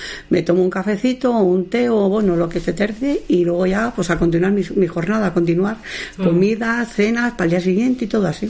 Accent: Madrid, Community of Madrid, Spain; born there; moved away as an adult; now in Paredes de Buitrago, Spain; yo nací en Madrid.

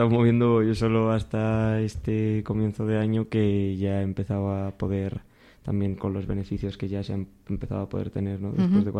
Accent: Cerceda, Community of Madrid, Spain; nací en Cerceda y he vivido casi toda mi vida en la sierra, excepto 2 años de bachillerato

